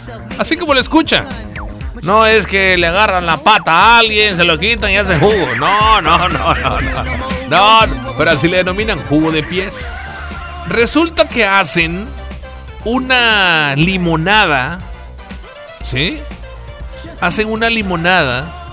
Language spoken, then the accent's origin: Spanish; Mexico; Nosotros somos Estados Unidos mexicanos.